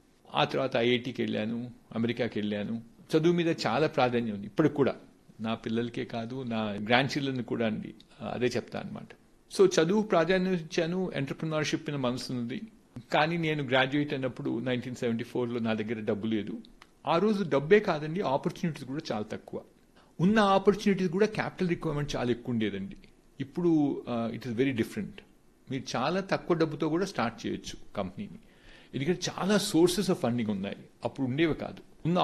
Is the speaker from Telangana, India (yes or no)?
yes; Khammam, Telangana, India; also born or lived in Visakhapatnam / Kakinada / Vijayawada; వైజాగ్లో చదువుకున్నాను, కాకినాడలో చదువుకున్నాను, విజయవాడలో చదువుకున్నాను, మా ఊరు ఖమ్మం జిల్లా పరిషత్ హై స్కూల్లో కూడా చదువుకున్నానండి 1 సంవత్సరం.